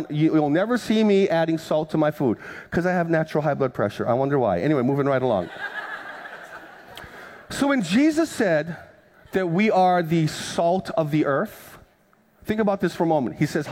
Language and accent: English; Hawaii, United States; But back when I was growing up on the Big Island, my Filipino grandmother would go to the ice box